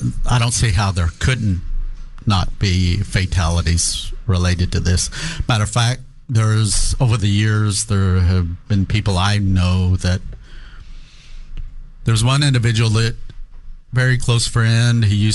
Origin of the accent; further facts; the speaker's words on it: Tahlequah, Oklahoma, United States; I grew up in the Northeast Oklahoma in a little town called Tahlequah, Oklahoma, which is the capital of Cherokee Nation. My mother was from there.